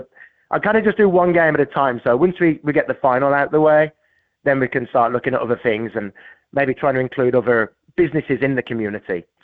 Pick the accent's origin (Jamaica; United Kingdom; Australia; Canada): United Kingdom; Birmingham, West Midlands; moved away as an adult; now in South Milwaukee, United States; England, I'm from Birmingham. My family are from Ireland, which is why we have an Irish pub. And I love my heritage from Ireland too. But yeah, I grew up in England. I was there for 20 years and then moved to Wisconsin now 30 years ago.